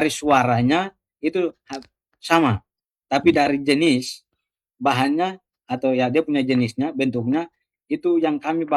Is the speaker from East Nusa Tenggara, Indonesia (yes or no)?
yes; Mataru, East Nusa Tenggara, Indonesia; kami orang Mataro